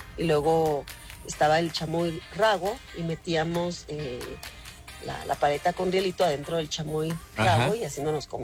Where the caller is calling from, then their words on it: Sinaloa, Mexico; Como soy de Sinaloa, existía un dulce aplanado de tamarindo.